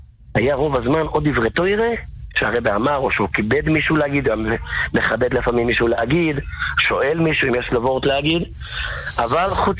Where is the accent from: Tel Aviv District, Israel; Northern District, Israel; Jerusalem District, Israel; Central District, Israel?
Central District, Israel; Beit Hilkia; אנחנו היינו גרים בבית חלקיה, ההורים שלי, שם גדלתי את שנות הילדות